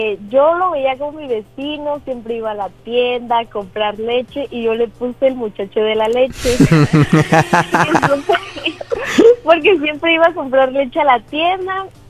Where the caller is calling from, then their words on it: Cárdenas, Tabasco, Mexico; Tengo 19 y soy de Cárdenas, Tabasco.